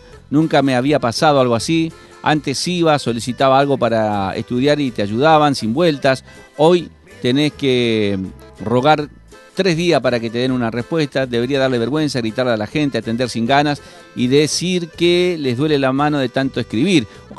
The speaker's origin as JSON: {"language": "Spanish", "region": "Santa Fe", "country": "Argentina", "said": "la mayoría somos gente de San Javier que estudian allá."}